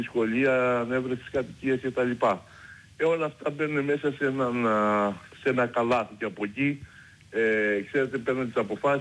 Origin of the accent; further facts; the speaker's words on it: Viannos, Crete, Greece; το χωριό μου, η Βιάνος, ένα χωριό το οποίο είναι αδυσπρόσιτο